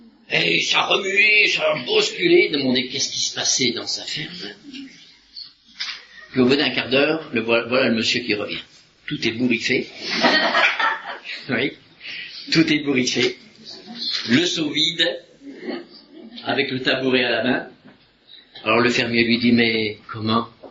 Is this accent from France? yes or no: yes; Hauts-de-France, France